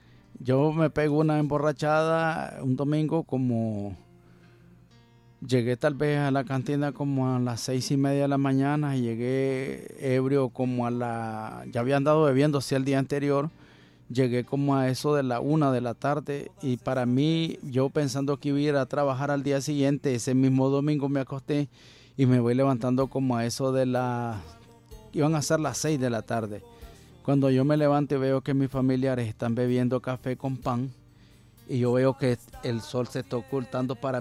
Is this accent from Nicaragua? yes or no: yes; La Concepción, Masaya, Nicaragua; moved away; hasta mi ciudad natal, La Concepción